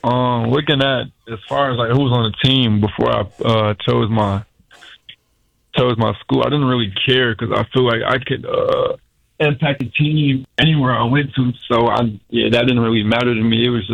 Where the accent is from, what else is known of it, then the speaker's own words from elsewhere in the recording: Illinois, United States; Just being from Illinois, wanting to represent my home state.